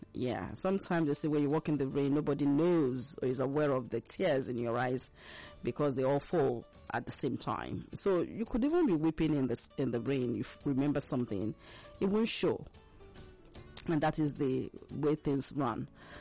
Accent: Akwa Ibom, Nigeria; I am a Nigerian. Forget the fact that I hail from Akwa Ibom, I got married somebody from Abia.

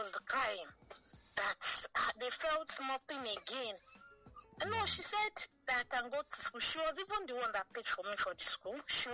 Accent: Lagos, Nigeria; also born or lived in Imo State, Nigeria; I'm from Imo State. I'm visually impaired, I am not seen as in visually impaired, but I do business, and I stay out and brought up in Lagos.

